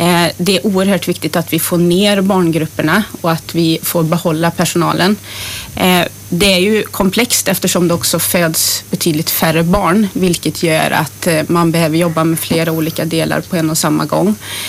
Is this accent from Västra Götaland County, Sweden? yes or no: yes; Trollhättan, Västra Götaland County, Sweden; born or raised there